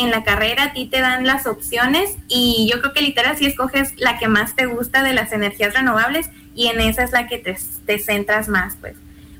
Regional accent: Ciudad Juárez, Chihuahua, Mexico; Ah, yo soy de Ciudad Juárez.

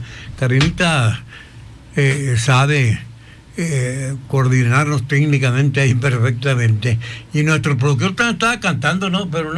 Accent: Rancho San Pedro, Mexico; born there; Está dedicada a la gente de mi pueblo, porque orgulloso también en estas fiestas patrias de ser mexicano y de haber nacido en el rancho San Pedro.

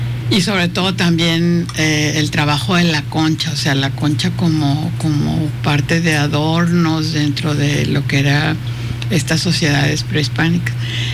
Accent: Baja California Sur, Mexico; born there; moved away as an adult; now in Sonora, Mexico; como soy nacida en Baja California

